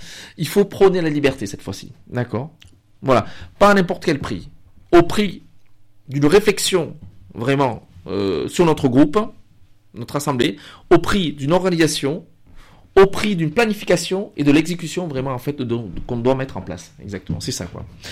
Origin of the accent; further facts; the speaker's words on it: France; j'aime la France, je vis en France, je suis français, j'adore la France et je suis français d'origine du Cambodge.